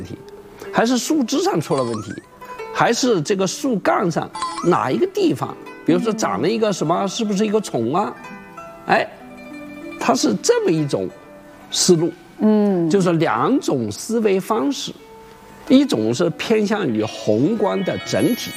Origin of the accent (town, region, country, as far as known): China